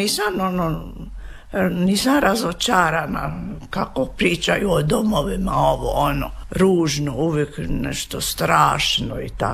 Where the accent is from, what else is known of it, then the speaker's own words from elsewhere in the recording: Veli Iž, Zadar County, Croatia; moved away; Ja sam rođena u Zadru, ali sam živjela uvijek u Ižu Velom.